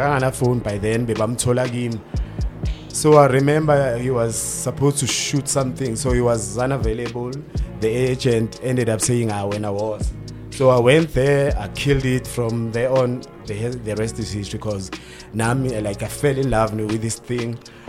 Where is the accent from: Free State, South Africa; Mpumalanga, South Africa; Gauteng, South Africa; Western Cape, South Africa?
Gauteng, South Africa; Daveyton; I was born and bred and raised in the East Rand, Ekuruleni, Etwatwa East to be specific, Daveyton side. That's where I grew up.